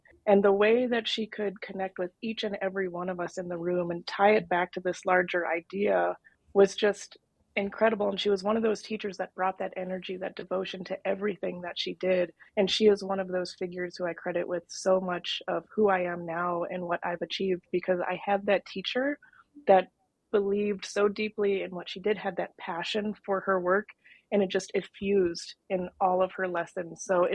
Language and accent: English; North Dakota, United States; moved away as an adult; also born or lived in New York; my home state of North Dakota, spent the last 8 years in New York